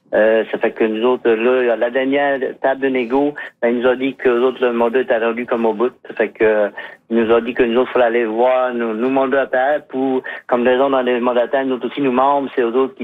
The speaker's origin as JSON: {"language": "French", "town": "Magdalen Islands", "region": "Quebec", "country": "Canada", "said": "Aussi, nous autres, on sait qu'on est de la Madeleine, on est insulaire"}